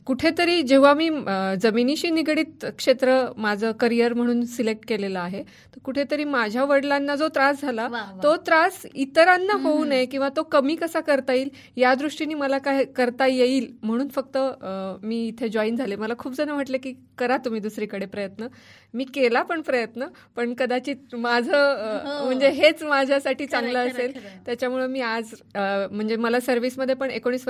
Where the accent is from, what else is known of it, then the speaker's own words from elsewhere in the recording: Barshi, Maharashtra, India; moved away as an adult; also born or lived in Kolhapur / Rahuri; now in Jalgaon district, India; माझं बालपण म्हणजे माझं माहेर आहे बार्शी सोलापूर जिल्ह्यात